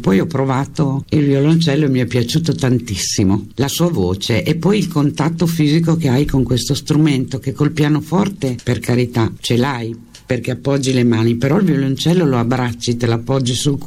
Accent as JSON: {"language": "Italian", "town": "Bologna", "region": "Emilia-Romagna", "country": "Italy", "said": "sono Emiliana, vengo da Bologna e lì ho studiato."}